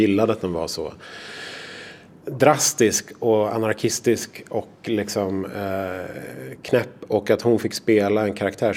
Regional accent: Sweden; moved away as an adult; jag var en kortfilmare från Sverige.

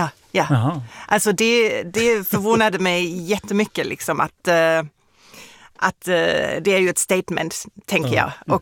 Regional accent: Germany; Swedish is a second language; Det var jätte konstigt som tysk att gå där.

